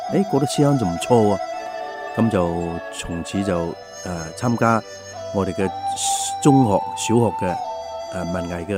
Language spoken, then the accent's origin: Cantonese; Hainan, China; 因为我家乡在海南岛